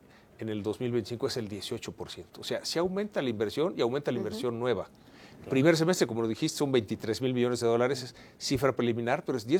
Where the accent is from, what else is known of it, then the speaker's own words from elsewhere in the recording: Mexico; nuestra prioridad como país es Norteamérica.